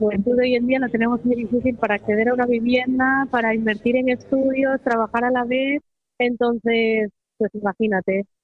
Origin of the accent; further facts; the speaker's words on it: Gijón, Asturias, Spain; De Gijón, ahora que es Gijón.